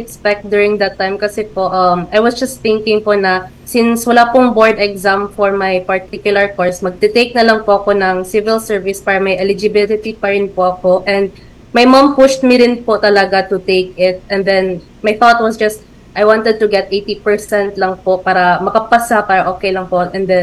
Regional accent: Bangsamoro, Philippines; Maranao po ako.

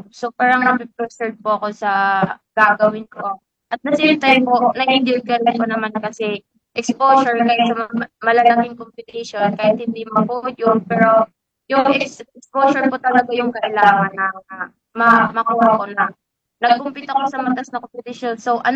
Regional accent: Bicol Region, Philippines; Taga Masbate province po.

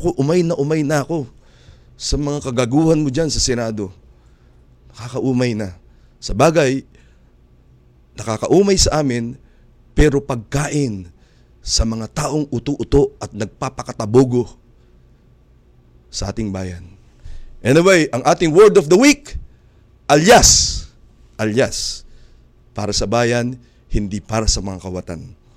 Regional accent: Pasig, Metro Manila, Philippines; doon pa sa bayan namin sa Pasig

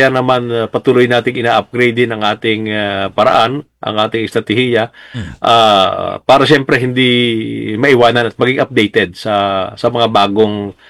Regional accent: Mabini, Calabarzon, Philippines; Ako po yung taga-Mabini, Batangas.

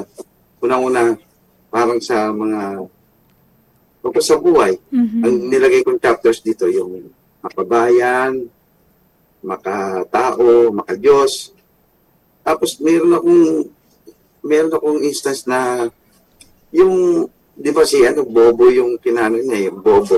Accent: Manila, Metro Manila, Philippines; nataga-Tondo ako.

